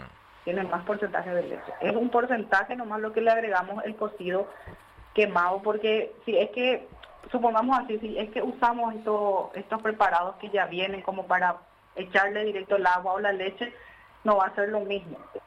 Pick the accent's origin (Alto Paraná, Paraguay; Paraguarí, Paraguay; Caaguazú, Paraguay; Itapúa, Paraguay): Caaguazú, Paraguay; Coronel Oviedo; nosotros somos de Coronel Oviedo.